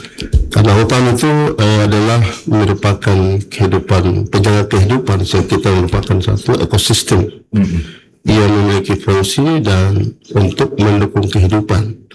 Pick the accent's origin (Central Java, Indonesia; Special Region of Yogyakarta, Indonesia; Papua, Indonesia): Papua, Indonesia; kalau kita pakai filosofi kita orang Papua, hutan itu bagian dari ibu kita.